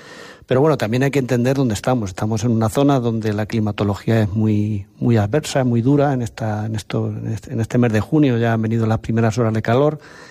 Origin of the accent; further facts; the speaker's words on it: La Roda, Castilla-La Mancha, Spain; yo soy de La Roda y trabajo aquí en La Roda